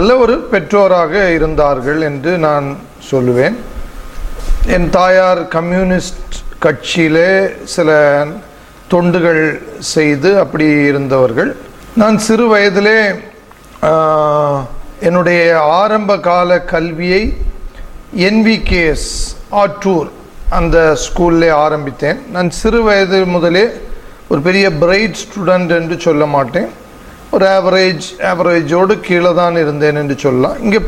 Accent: Mangarai, Tamil Nadu, India; கன்னியாகுமரி மாவட்டம் மாங்கரை கருங்கல் பகுதியில், கருங்கல்லேருந்து ஒரு 4 கிலோமீட்டரில் இருக்கிற மாங்கரை என்பது என்னுடைய சொந்த ஊர், என் அப்பாவுடைய ஊர்.

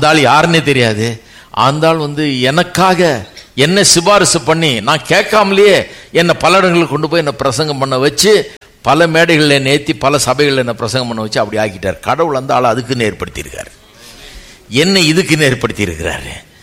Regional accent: Chennai, Tamil Nadu, India; நான் இந்த சென்னை பட்டணத்துக்காக தமிழ் அறிவை கொடுத்து, எனக்கு தமிழ் கலாச்சாரத்தில் என்னை வளர வச்சு, இந்த ஊரில் என்ன இருக்க வச்சு, ஒரு இந்திய

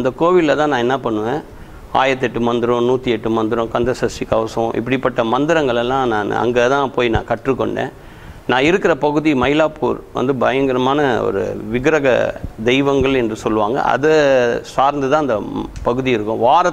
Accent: Mylapore, Tamil Nadu, India; பிறந்து வளர்ந்தது எல்லாமே மயிலாப்பூர் ஆல் இண்டியா பேக் சைடில் கார்னீஸ்வரர் கோவில் சீட் நம்பர் 40, அங்கே தான் நான் பிறந்து வளர்ந்தது எல்லாமே.

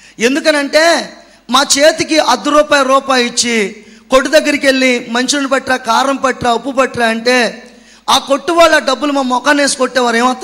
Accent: Andhra Pradesh, India; మా ఊరు రావాలంటే లంకల కోడేరు సెంటర్లోంచి లోపలికి రావాలండి.

